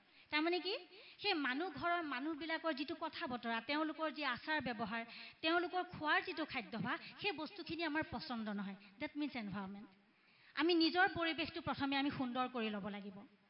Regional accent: Assam, India; মই এগৰাকী অসমীয়া মহিলা, গতিকে মই এটা কথা সদায় ভাবোঁ যে মই যদি মোৰ চাদৰ মেখেলা সাজযোৰ মই যদি নিপিন্ধো, তেতিয়াহ'লে বেলেগে বাৰু কোনে পিন্ধিব?

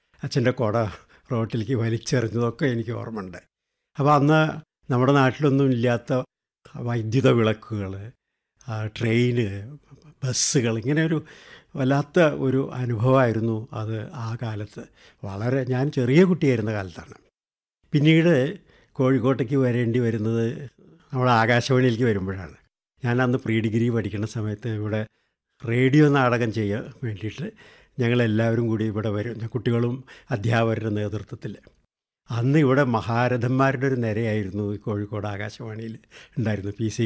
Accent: Perumudiyoor, Kerala, India; born there; ഞാൻ ജനിച്ചത് പട്ടാമ്പിക്കടുത്തുള്ള പെരുമുടിയൂർന്നുള്ള ഒരു കൊച്ചു ഗ്രാമത്തിലാണ്.

